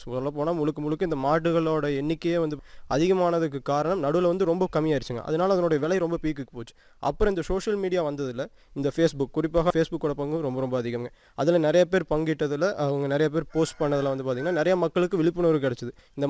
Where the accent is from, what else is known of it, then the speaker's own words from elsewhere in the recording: Mulanur, Tamil Nadu, India; born there; குழந்தையிலிருந்தே எங்கள் சொந்த ஊர் மூலனூர். ஆனால் நான் வந்து இங்கே தாத்தா வீட்டில் தான் வளர்ந்தேன்.